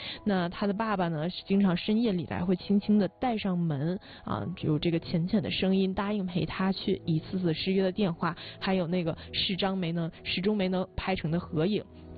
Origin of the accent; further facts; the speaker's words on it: Northeast China, China; 就是作为一个东北人去看，然后呢去看吉安这个小小的地方